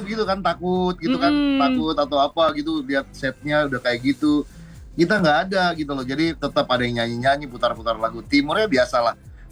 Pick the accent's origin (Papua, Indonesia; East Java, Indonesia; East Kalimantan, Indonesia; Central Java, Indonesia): Papua, Indonesia; born there; kalau saya memang lahir di Papua gitu loh, di timur gitu loh